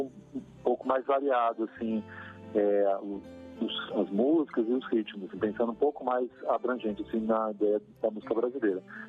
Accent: São Paulo, Brazil; moved away as an adult; now in Franca, Brazil; eu sou de São Paulo. Moro em Franca já há 15 anos, estou me considerando francano.

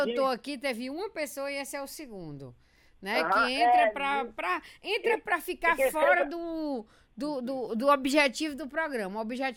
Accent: Fortaleza, Ceará, Brazil; Eu sou de prova, porque eu sou de lá de Fortaleza.

